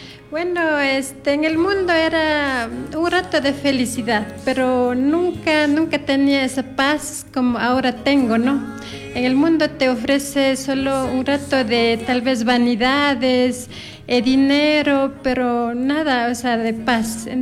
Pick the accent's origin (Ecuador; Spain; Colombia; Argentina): Ecuador; Guamote, Chimborazo; now in Quito, Ecuador; yo soy de Cantón Guamote. Y bueno, desde pequeña sí asistía a la iglesia evangélica allá en mi tierra, que en mi comunidad se llama Mercedes Cadena. Entonces, cuando era bien pequeñita, y bueno, de ahí luego ya me fui a vivir en Quito